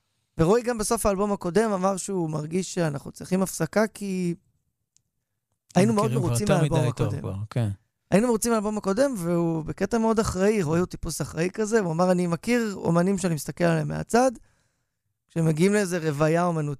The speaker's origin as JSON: {"language": "Hebrew", "town": "Rehovot", "region": "Central District", "country": "Israel", "tie": "born or raised there", "said": "שנינו גדלנו ברחובות."}